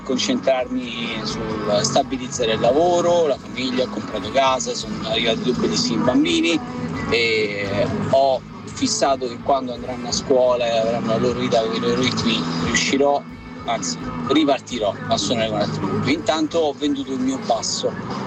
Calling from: Rome, Lazio, Italy

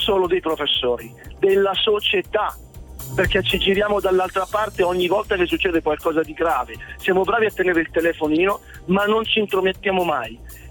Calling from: Reggio Emilia, Emilia-Romagna, Italy; Io chiamo da Reggio Emilia, non molto lontano da Parma, siamo a due passi da lì.

